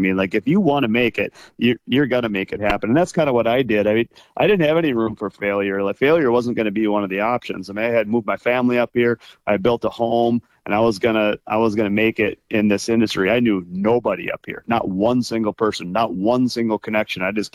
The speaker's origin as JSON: {"language": "English", "town": "Rochester", "country": "United States", "moved": "as an adult", "lives_now": "Rainy Lake, United States", "said": "I was from Rochester again."}